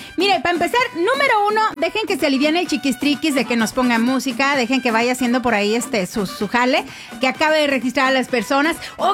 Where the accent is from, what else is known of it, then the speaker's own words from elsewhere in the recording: Durango, Mexico; born there; ya nací allá en Durango